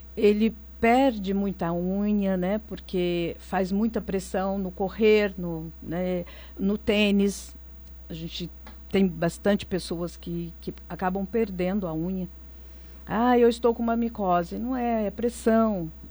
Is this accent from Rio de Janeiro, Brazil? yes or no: no; Roseira, São Paulo, Brazil; Eu sou de Roseira.